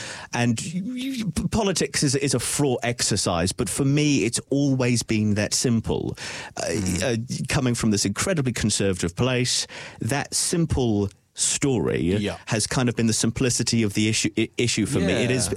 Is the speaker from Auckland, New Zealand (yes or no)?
no; Tauranga, Bay of Plenty, New Zealand; also born or lived in Dunedin; I came from Tauranga before we moved to Dunedin. Tauranga is as blue as the sea.